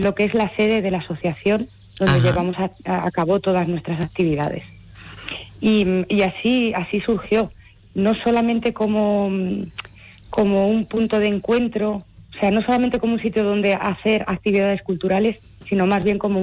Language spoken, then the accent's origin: Spanish; Madrid, Community of Madrid, Spain; moved away as an adult; also born or lived in Segovia; now in Cortelazor, Spain; con 3 años, mis padres, que son de aquí, de Cortelazor y de Fuenteridos, nos llevaron a Madrid